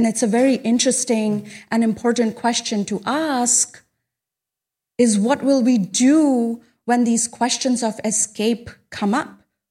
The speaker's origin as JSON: {"language": "English", "town": "Kolkata", "region": "West Bengal", "country": "India", "tie": "born or raised there", "said": "My hometown, Kolkata, is one of the cities in the world which is most profoundly affected by climate change."}